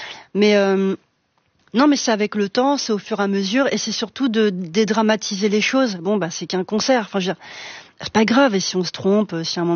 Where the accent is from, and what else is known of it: Villemomble, Île-de-France, France; born or raised there; also born or lived in Noisy-le-Sec